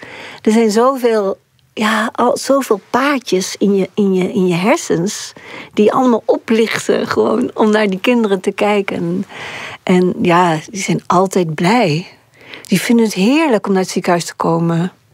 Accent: Surabaya, East Java, Indonesia; moved away; waar we gewoond hebben, heeft ze gevonden in Surabaya. Het Chinese ziekenhuis waar ik ben geboren heeft ze gevonden.

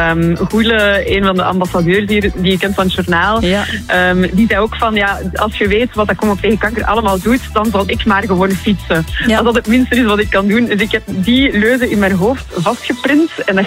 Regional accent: Poperinge, Flanders, Belgium; Ik ben West-Vlaamse. Alles poperingen toch wel nog een eindje van Wingenen.

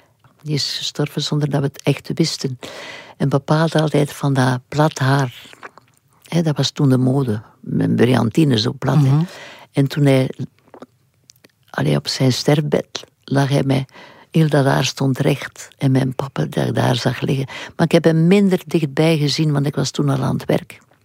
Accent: Brussels, Belgium; Maar Brussel was fantastisch, hè? Ik ben een echte Brusselaar.

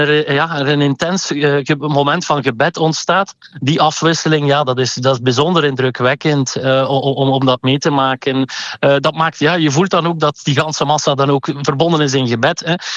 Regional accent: Ghent, Flanders, Belgium; Ik ben een Gentenaar, voor een bisschop voor Gent

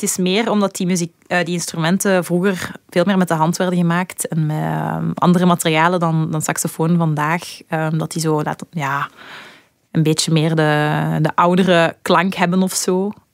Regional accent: Turin-la-Grosse, Wallonia, Belgium; Dat is het dorpje waar ik ben opgegroeid met mijn ouders in een huisje. In de Walen, om het zo te zeggen.

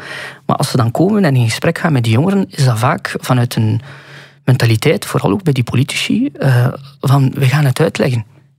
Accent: Sint-Niklaas, Flanders, Belgium; ik kom dan uit Sint-Niklaas, op het moment dat ik dan heel actief was in grootsteden

